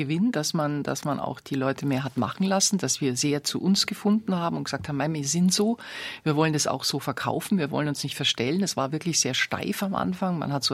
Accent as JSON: {"language": "German", "region": "Bavaria", "country": "Germany", "accent": "leichter bayerischer Klang (light Bavarian)", "said": "Du bleibst dir selber treu, natürlich, mit einem leichten bayerischen Klang."}